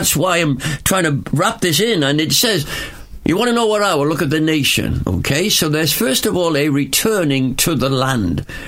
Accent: Wales, United Kingdom; accent: Welsh; Well, I'm Welsh, if you can't tell that from my Welsh accent. So as a Welshman

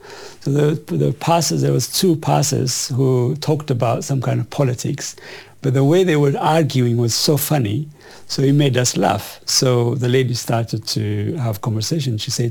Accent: Ethiopia; moved away as an adult; now in United Kingdom; I'm from Ethiopia. I came with $250 in my pocket, knowing nothing about Britain, knowing English

